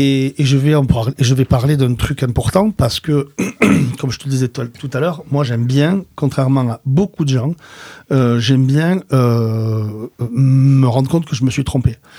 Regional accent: Béziers, Occitanie, France; Je viens de Béziers, tu vois, je déteste les gens de Béziers parce qu'ils me rappellent que je suis de Béziers.

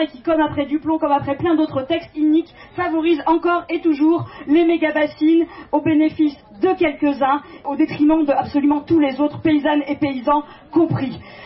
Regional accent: Toulouse, Occitanie, France; Par chez moi, on dit beaucoup non macadam. Je viens de Toulouse, contre une fameuse autoroute.

